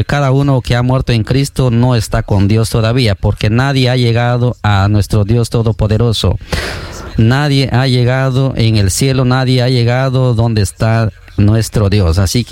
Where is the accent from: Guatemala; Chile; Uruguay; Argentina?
Guatemala; en Colonia El Carmen, por allá donde está el campo, en la esquina del campo, el Marlin, por allá donde nosotros nacimos, crecimos, allá en Colonia El Carmen